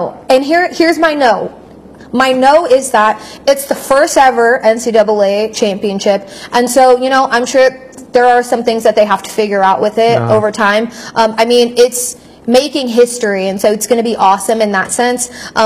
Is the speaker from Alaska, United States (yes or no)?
no; California, United States; now in West Virginia, United States; my home state, California